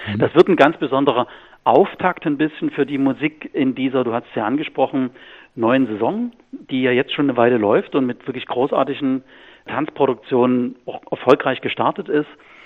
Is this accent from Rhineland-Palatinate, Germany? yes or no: no; Dresden, Saxony, Germany; born there; weil ich bin ja in Dresden geboren und kann mich schon noch an die 80er, 90er erinnern